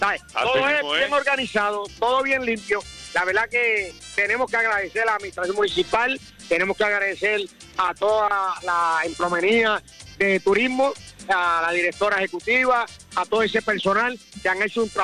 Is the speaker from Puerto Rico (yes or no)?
yes; Cabo Rojo, Puerto Rico; en este rinconcito del poblado de Boquerón, en el centro vacacional, en mi pueblo amado de Cabo Rojo.